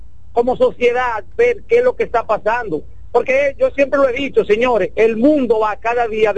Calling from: Santiago de los Caballeros, Santiago, Dominican Republic; Yo desde Santiago.

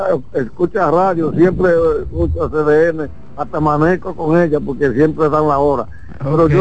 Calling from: La Vega, Dominican Republic; Lo llamo desde La Vega.

